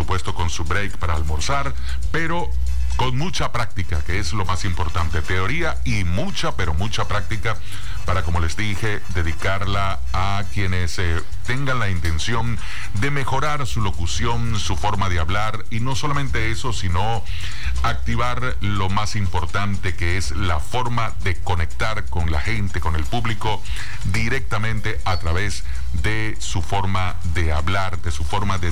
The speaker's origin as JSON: {"language": "Spanish", "country": "Venezuela", "said": "en nuestro país, como locutores venezolanos"}